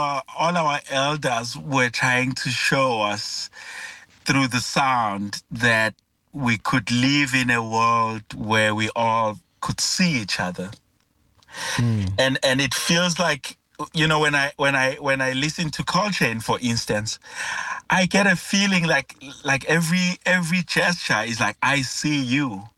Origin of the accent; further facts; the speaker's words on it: South Africa; first language Zulu; within the Zulu language, which is my mother tongue